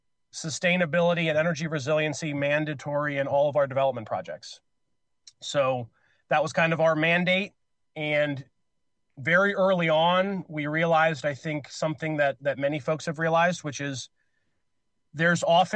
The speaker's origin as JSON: {"language": "English", "town": "Akron", "region": "Ohio", "country": "United States", "tie": "born or raised there", "also_born_or_lived": "Cincinnati", "moved": "yes", "said": "I'm a Rust Belt boy, born and raised in Akron. I went to school down in Xavier in Cincinnati."}